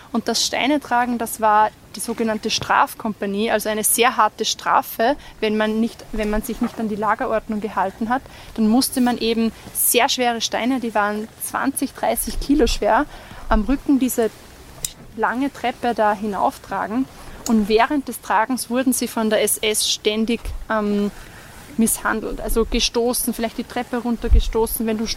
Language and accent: German; Mauthausen, Upper Austria, Austria; Ich bin in Mauthausen geboren und aufgewachsen. Ich bin dort zur Schule gegangen